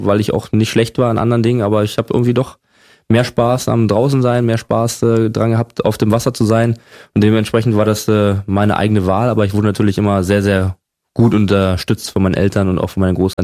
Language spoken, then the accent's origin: German; Berlin, Germany; Ich bin ja in Spandau groß geworden. Und das heißt, muss man jetzt noch sagen, im Westsystem eigentlich, da gab es keine Sportschule in dem Sinne.